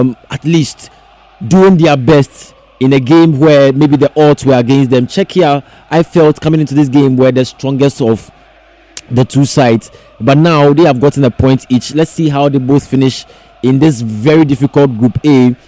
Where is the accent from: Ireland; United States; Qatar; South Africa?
South Africa; as a South African, I would have a little glimpse of hope in the team